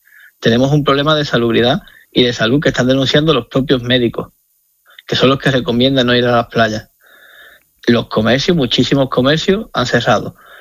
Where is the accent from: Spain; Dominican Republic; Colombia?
Spain; Ceuta; yo ante todo soy ceutí y soy caballa. Entonces tengo que defender mi ciudad.